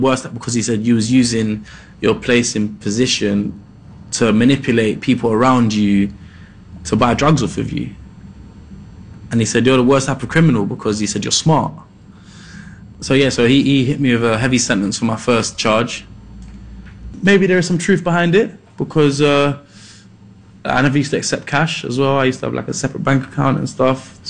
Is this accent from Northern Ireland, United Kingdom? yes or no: no; London, United Kingdom; growing up in Peckham